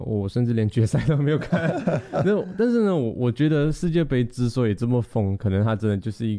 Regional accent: Malaysia; 其实我自己作为马来西亚人哦，我在马来西亚我最常看的比赛

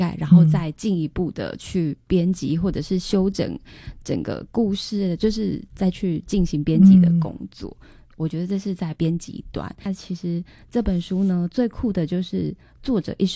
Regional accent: Taiwan; first language Taiwanese Hokkien; Chinese is a second language; 对，我应该算是台语，我的母语是台语，可是我觉得随着就是长辈，家中长辈或者是已经离开原本自己住的地方、所以其实台语也渐渐的越来越认得。

